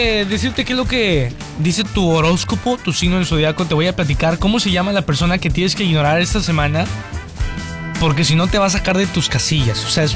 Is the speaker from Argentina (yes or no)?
no; Montemorelos, Nuevo León, Mexico; Acuérdense que yo soy de Montemorelos.